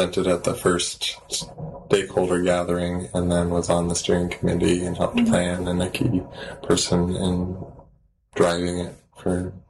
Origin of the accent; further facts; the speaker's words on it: Fairbanks, Alaska, United States; also born or lived in Mentasta; I grew up in Fairbanks, kind of split between the two, Fairbanks and Mentasta, the village that my family's from. And so growing up, well, we lived on the fringe of Fairbanks, and so I was like really far out, kind of on the hill.